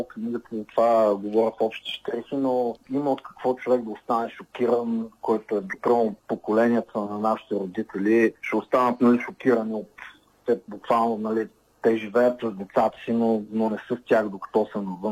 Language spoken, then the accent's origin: Bulgarian; Plovdiv, Plovdiv Province, Bulgaria; Това е родния ми град